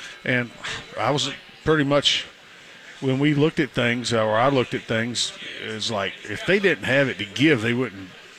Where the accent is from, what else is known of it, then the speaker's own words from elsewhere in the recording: East Coast, United States; I was from the East Coast